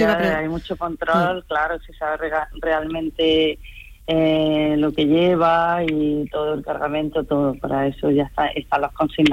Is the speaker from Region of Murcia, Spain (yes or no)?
no; Linares, Andalusia, Spain; now in Almería, Spain